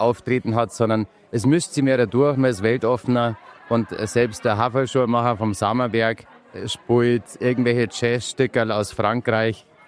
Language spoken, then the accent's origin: German; Garmisch-Partenkirchen, Bavaria, Germany; moved away; also born or lived in Schrobenhausen / Chiemsee; ich bin in Garmisch aufgewachsen, in Schrobenhausen geboren, habe lange Zeit irgendwie am Chiemsee gewohnt.